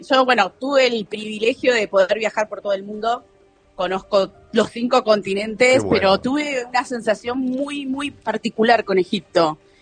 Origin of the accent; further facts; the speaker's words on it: Neuquén, Argentina; moved away as an adult; also born or lived in Buenos Aires / Santa Cruz / Río Negro / Bariloche; now in Egypt; Yo nací en Buenos Aires, me crié en Neuquén, después volví a Buenos Aires a estudiar y de grande estuve trabajando en Santa Cruz, en Río Negro, y bueno, el último lugar donde estuve viviendo antes de mudarnos acá fue en Bariloche.